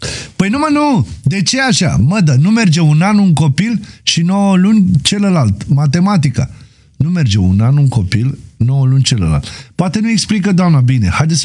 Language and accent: Romanian; Lopătari, Buzău County, Romania; Eu sunt din Lopătari, mari VIP, gata.